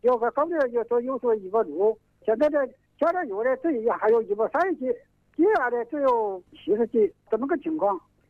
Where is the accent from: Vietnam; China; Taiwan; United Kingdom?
China; Songzi, Hubei; 湖北松竹华侨的啊，华侨镇的人。